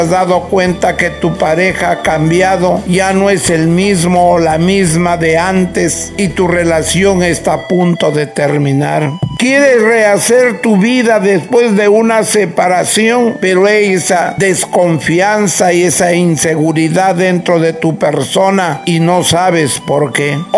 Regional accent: northern Peru, Peru; Gracias le doy a la Santísima Cruz Bendita de Motupe, como buen norteño que soy.

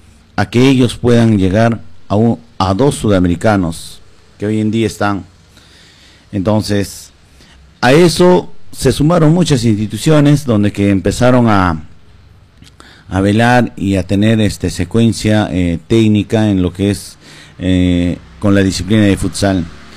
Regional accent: Pichanaki, Junín, Peru; al momento que nos ven, ya todos voltean la mirada y que somos de Pichanaki.

